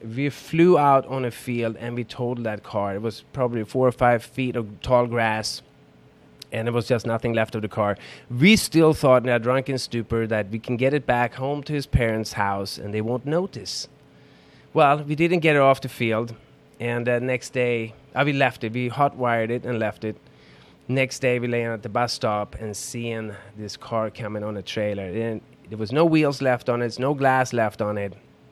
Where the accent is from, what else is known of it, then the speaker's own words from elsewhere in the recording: Stockholm, Stockholm County, Sweden; now in United States; I grew up in Stockholm, Sweden, on the countryside outside the city